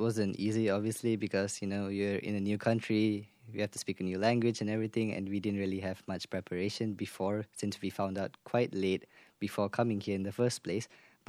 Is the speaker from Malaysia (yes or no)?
yes; Malaysia; English is a second language; moved away as an adult; now in France; I'm 22 years old. I'm from Malaysia. And I'm here in France for an exchange program